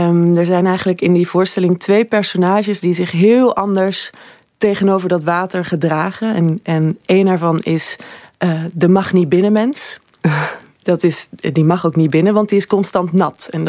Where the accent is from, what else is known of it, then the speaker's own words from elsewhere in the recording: Netherlands; moved away as an adult; now in Belgium; Het is een mix van Nederlands en Vlaams. Je hoort, ik kom uit Nederland.